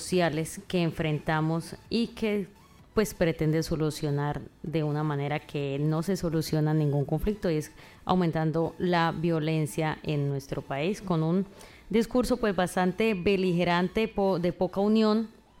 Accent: Colombia; como colombianos lo pensemos

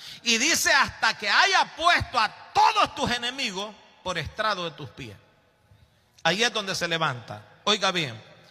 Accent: El Salvador; Yo soy salvadoreño, del Salvador

